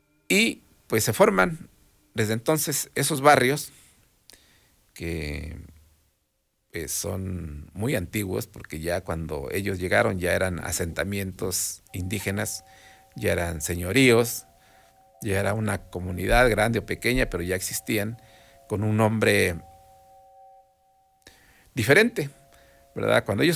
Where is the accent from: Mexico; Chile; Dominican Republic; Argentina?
Mexico; Los Reyes; En el caso de mi barrio, Los Reyes, pues decimos, yo soy de Los Reyes. Pero Los Reyes tiene un nombre prehispánico que es Xoquitlán.